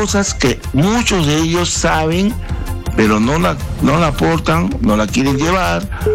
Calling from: Lima, Peru; de San Borja.

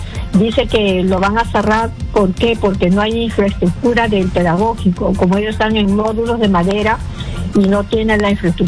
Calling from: Pisco, Ica, Peru; le llamo de Pisco

